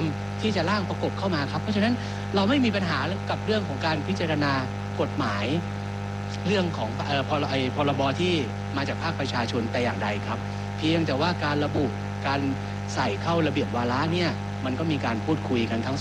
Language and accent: Thai; Ang Thong, Thailand; คนอ่างทองแท้ๆเลยครับ